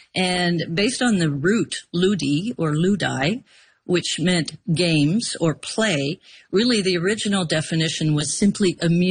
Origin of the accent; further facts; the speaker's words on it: Montreal, Quebec, Canada; moved away as an adult; now in Nova Scotia, Canada; because I'm from away Nova Scotian, I'm from Montreal originally, and I moved here in 2021.